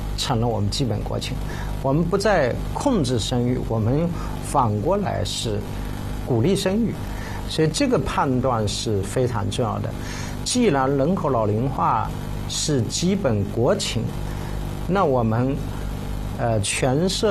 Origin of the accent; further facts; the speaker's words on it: China; 我们新中国成立的时候我们中国人的平均预期寿命呢也就是不到40岁